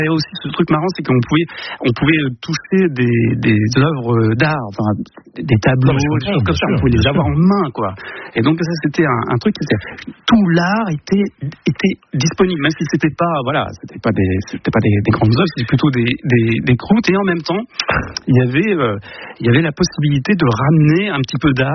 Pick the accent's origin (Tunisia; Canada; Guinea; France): Tunisia; Tunis, Tunis Governorate; parce que moi je suis du Tunis